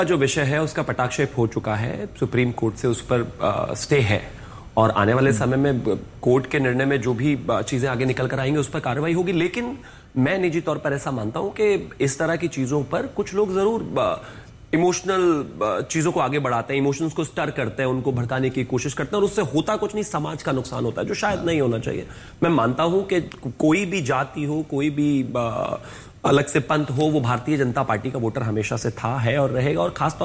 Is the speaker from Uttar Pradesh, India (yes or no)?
yes; Meerut, Uttar Pradesh, India; मैं तो मेरठ से हूँ